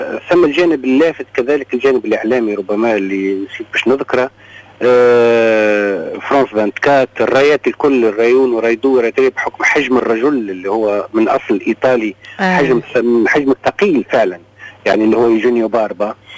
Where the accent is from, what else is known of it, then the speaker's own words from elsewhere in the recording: southern Tunisia, Tunisia; moved away; أنا حتى رغم غربتي ترعرعت وكبرت في الجنوب التونسي وفي في هذه الأرض